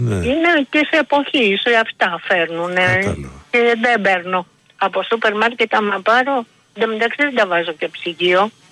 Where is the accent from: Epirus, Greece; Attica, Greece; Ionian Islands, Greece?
Attica, Greece; Athens; born there; also born or lived in unnamed home village; Ίσως γιατί και εδώ τώρα, δηλαδή που ήρθαμε στην Αθήνα, εγώ δεν έζησα στην πόλη. Ο Ταύρος ήταν περιβόλια.